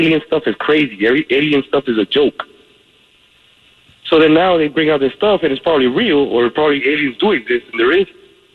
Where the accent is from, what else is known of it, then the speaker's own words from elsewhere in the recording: Puerto Rico; And me growing up in Puerto Rico, I've always heard about UFOs and aliens of Arecibo and Yunque.